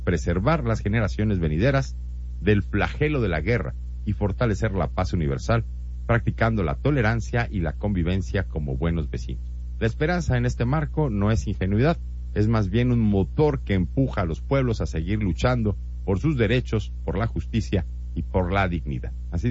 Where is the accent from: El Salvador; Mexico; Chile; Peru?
Mexico; todos somos mexicanos